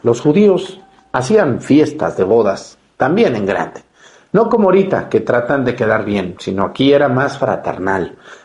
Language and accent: Spanish; Mexticacán, Jalisco, Mexico; born there